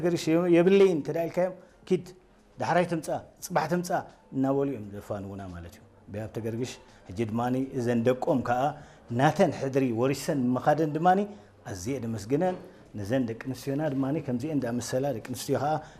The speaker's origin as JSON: {"language": "Tigrinya", "region": "Maekel", "country": "Eritrea", "tie": "born or raised there", "said": "ኣብ ኣኽርያ ተወሊደ ዓብየ"}